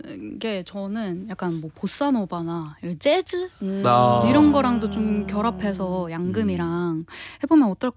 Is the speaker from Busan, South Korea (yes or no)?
no; Seoul, South Korea; now in Cheongju, South Korea; 저는 이제 서울에서 서울이 고향이고요.